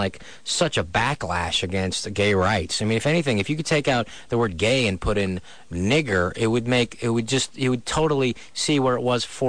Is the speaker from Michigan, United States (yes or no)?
no; San Francisco, California, United States; I grew up in San Francisco.